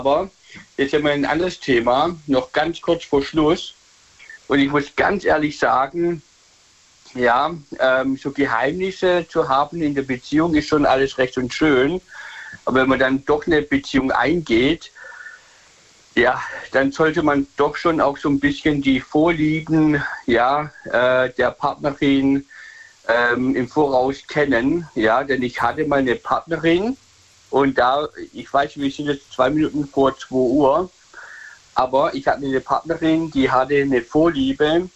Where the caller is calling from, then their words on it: Michelstadt, Hesse, Germany; Ja, aus Michelstadt, Hessen.